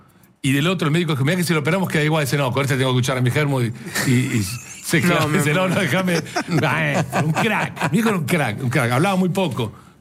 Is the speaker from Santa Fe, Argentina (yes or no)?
no; Buenos Aires, Argentina; now in La Plata, Argentina